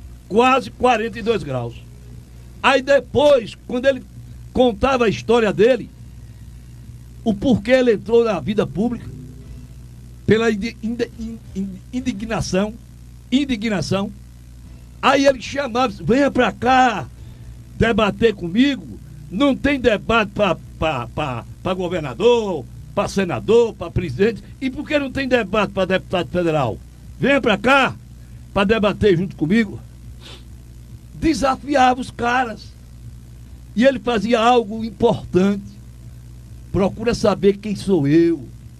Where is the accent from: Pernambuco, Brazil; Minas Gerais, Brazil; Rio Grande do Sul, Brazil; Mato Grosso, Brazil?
Pernambuco, Brazil; Caruaru; Estão dizendo que eu não sou de Caruaru? Eu sou de Caruaru, tá aqui, ó. Vem? Dizer que eu não sou de Caruaru?